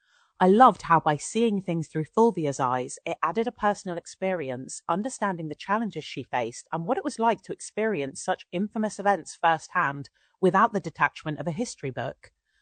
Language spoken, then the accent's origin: English; Portsmouth, South East England, United Kingdom; I'm from Portsmouth in the UK.